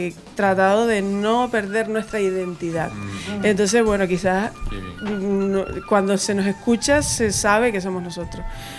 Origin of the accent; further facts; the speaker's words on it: Canary Islands, Spain; se nota mucho que somos canarios y que soy canaria y que soy atlántica.